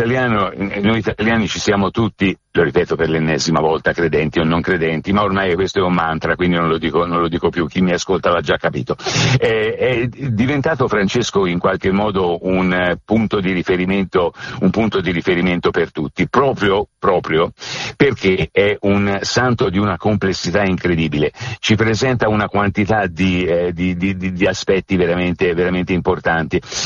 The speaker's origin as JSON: {"language": "Italian", "town": "Siena", "region": "Tuscany", "country": "Italy", "said": "da senese lo pretendo"}